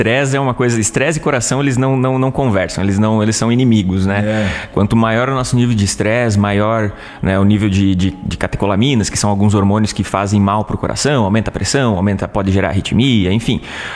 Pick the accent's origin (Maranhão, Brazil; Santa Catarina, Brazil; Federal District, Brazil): Santa Catarina, Brazil; Guaraciaba; moved away as an adult; also born or lived in Cascavel, Paraná / Porto Alegre; Eu sou daqui, eu sou da região, eu nasci em Guaraciaba, né? Me criei no interior de Guaraciaba, ali em Ouro Verde, né? No interior.